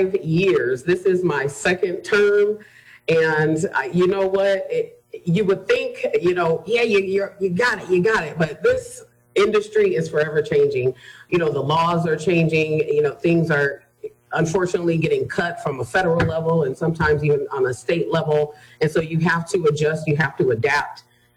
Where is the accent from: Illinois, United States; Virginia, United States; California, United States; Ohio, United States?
Illinois, United States; Rockford; Well, I am a 41-year-old who was born and raised right here in Rockford, Illinois.